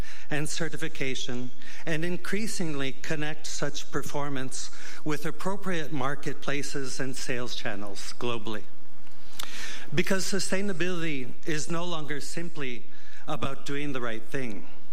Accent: Canada; now in Brazil; I'm Canadian, but live in Brazil

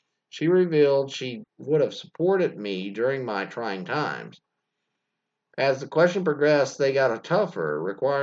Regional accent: Hawaii, United States; born there; I was born in Hawaii, a Chinese American mom and a Caucasian dad.

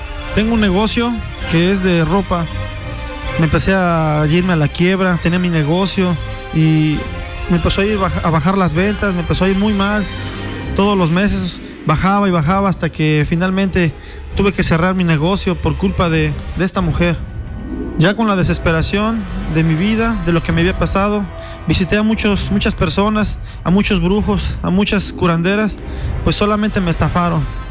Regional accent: Cancún, Quintana Roo, Mexico; Yo vengo de la ciudad de Cancún.

